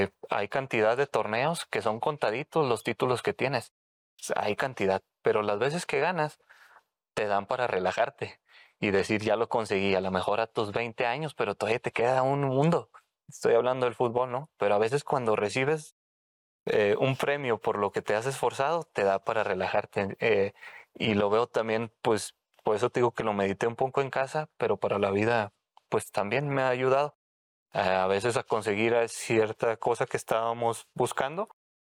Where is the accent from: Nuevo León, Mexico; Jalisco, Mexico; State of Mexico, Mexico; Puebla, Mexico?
Nuevo León, Mexico; Monterrey; Yo soy de Monterrey.